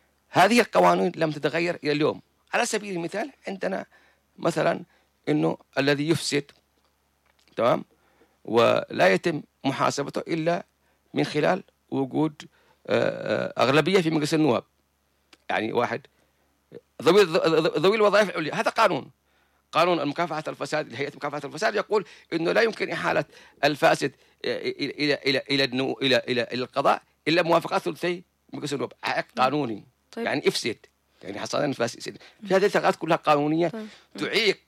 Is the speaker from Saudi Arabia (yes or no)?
no; Yemen; عندنا في اليمن